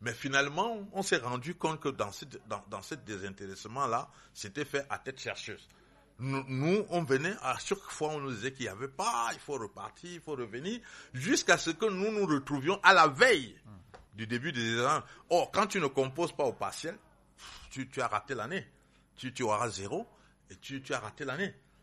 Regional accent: Bangourain, West, Cameroon; also born or lived in Foumban; Moi je suis de Bangourin et de Fumbal.

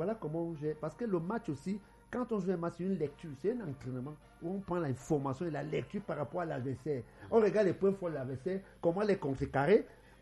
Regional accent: Cameroon; quand on est Camerounais, on est fort dans la tête.

